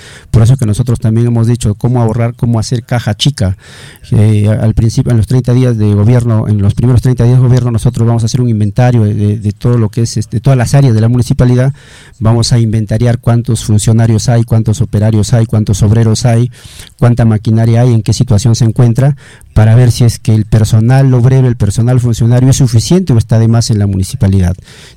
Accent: Salpo, La Libertad, Peru; Reiterarles a mi pueblo de Salpo

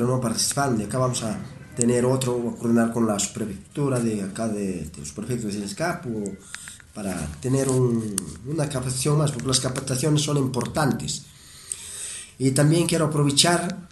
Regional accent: Peru; demostrar que somos buenos peruanos

